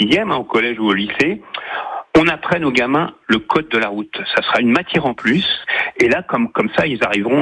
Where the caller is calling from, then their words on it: Nantes, Pays de la Loire, France; Oui, alors je suis de Nantes. J'habite en plein centre de Nantes. Je suis à 20 mètres du tram.